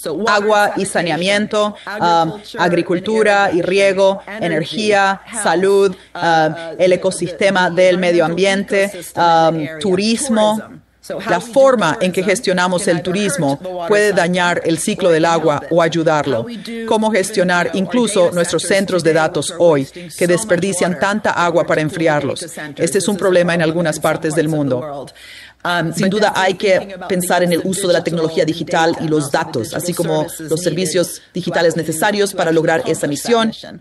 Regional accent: Italy; Spanish is a second language; Puedo decirles que incluso en mi país, Italia, tenemos un problema de implementación.

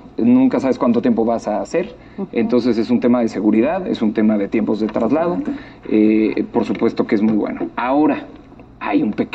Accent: Querétaro, Mexico; yo que soy queretano

